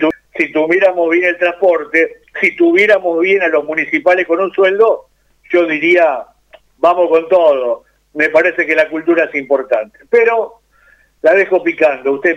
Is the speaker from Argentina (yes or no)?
yes; Argentina; Así somos los argentinos